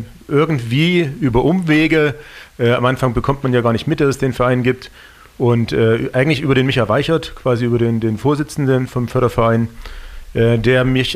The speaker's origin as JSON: {"language": "German", "town": "Leipzig", "region": "Saxony", "country": "Germany", "tie": "born or raised there", "said": "Ja, ziemlich doll, als gebürtiger Leipziger vollkommen normal. Ich bin schon als Kind immer in den Zoo gegangen"}